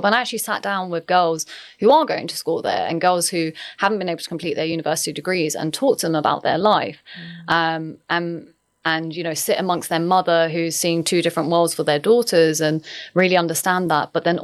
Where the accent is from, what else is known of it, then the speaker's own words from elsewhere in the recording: United Kingdom; as a British Pakistani.